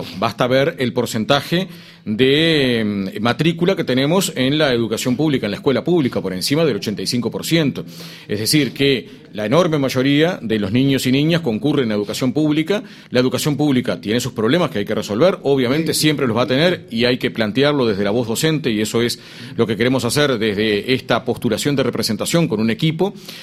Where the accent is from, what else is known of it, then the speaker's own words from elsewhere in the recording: Canelones, Uruguay; Yo soy de Canelones, medio rural, sigo viviendo en el medio rural de Canelones.